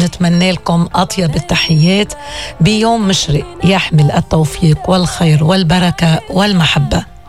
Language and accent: Arabic; Lebanon; من بلدنا لبنان